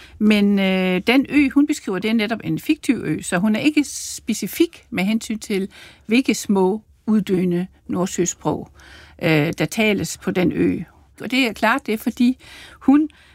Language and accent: Danish; Schleswig-Holstein, Germany; Jeg er opvokset i Sydslesvig, det vil sige den nordligste del af Tyskland. Og jeg er opvokset i det danske mindretal i Tyskland.